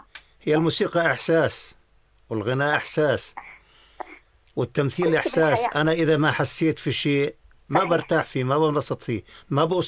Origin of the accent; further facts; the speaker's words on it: Salt, Balqa Governorate, Jordan; من السلط.